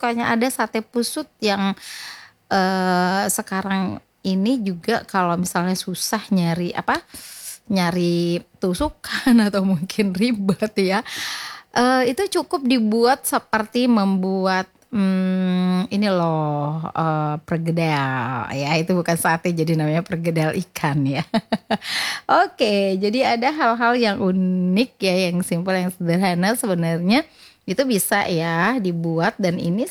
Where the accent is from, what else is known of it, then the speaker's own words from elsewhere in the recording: West Nusa Tenggara, Indonesia; saya orang Sasak juga